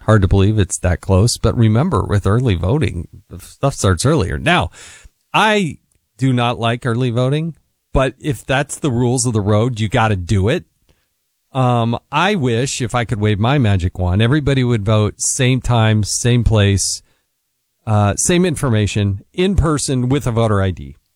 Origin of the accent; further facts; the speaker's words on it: Utah, United States; the Rod and Greg show there on KNRS, kind of my hometown station there in Utah.